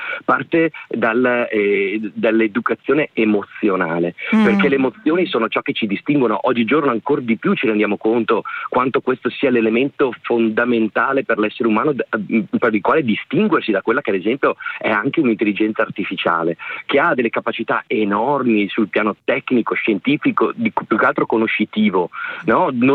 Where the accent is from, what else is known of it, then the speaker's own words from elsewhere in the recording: Vicenza, Veneto, Italy; io sono vicentino di origine, sì.